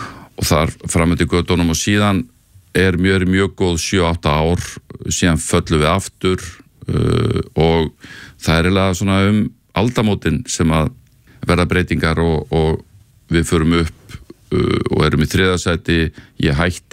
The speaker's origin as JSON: {"language": "Icelandic", "town": "Hafnarfjörður", "region": "Capital Region", "country": "Iceland", "tie": "born or raised there", "said": "En ég ólst upp í Hafnarfjörði fyrsta holtinu hjá M og Ava og svo fluttum við á Sléttarhraunið sem ekki langt frá Kaplakrika í Hafnarfjörði"}